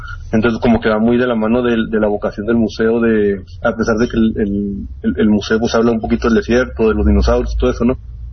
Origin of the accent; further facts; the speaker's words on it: Delicias, Chihuahua, Mexico; born there; moved away; Yo soy nacido allá en Delicias